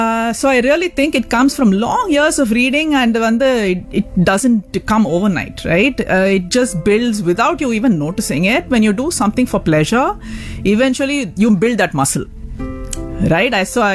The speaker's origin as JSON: {"language": "English", "town": "Neyveli", "region": "Tamil Nadu", "country": "India", "tie": "born or raised there", "said": "So I grew up in Neyveli, which is a small town."}